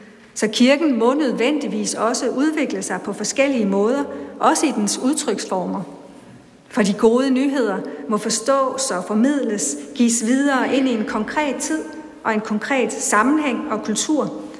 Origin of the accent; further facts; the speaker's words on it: Bangladesh; Om du møder kirken i Bangladesh, hvor jeg er vokset op